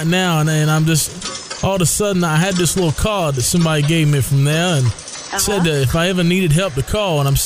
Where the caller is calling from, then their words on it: Mississippi, United States; I'm from Mississippi. I'm up here on vacation right now